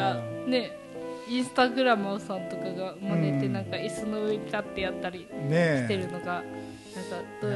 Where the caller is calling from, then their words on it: Kyushu, Japan; 私九州なんですけど